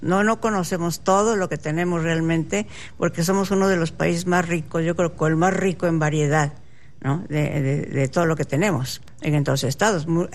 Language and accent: Spanish; Puebla, Mexico; born there; moved away; also born or lived in Mexico City; yo nací en Puebla.